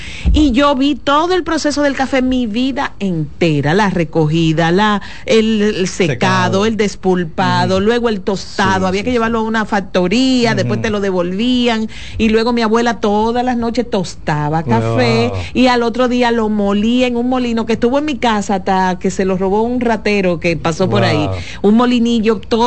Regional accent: San Francisco de Macorís, Duarte, Dominican Republic; born there; also born or lived in La Vega; Yo tengo el privilegio de haber nacido, yo nací en San Francisco de Macorís, aunque soy vegana, pero mi familia es de un campo de La Vega que está entre Moca y La Vega. Y mis abuelos tenían café y cacao.

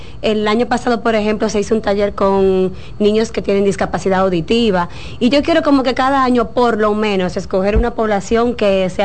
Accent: Dominican Republic

